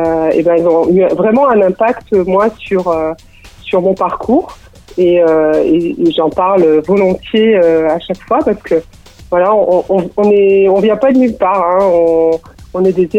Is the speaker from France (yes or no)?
yes; Clermont-Ferrand, Auvergne-Rhône-Alpes, France; born there; Moi je suis née à Clermont-Ferrand